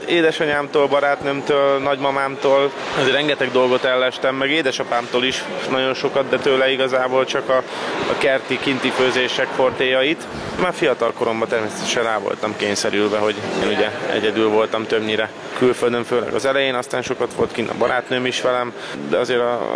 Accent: Budapest, Hungary; born or raised there

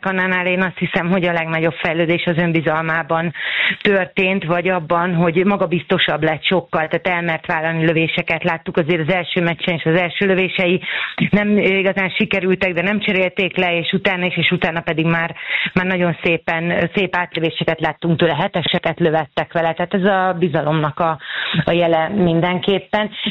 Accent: Hungary; természetesen magyarként annak örültünk volna, hogyha Győr nyeri ezt a Bajnokok Ligáját

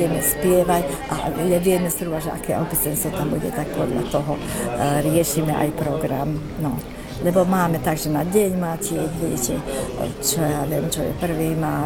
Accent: Šaľa, Nitra Region, Slovakia; som zo Šale, som vedúca tohto spevokolu … bývalá učiteľka na klavír.

